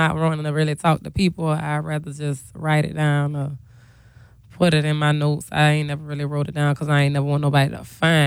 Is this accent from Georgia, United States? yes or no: yes; Savannah, Georgia, United States; I'm from Savannah, the West Side, to be exact.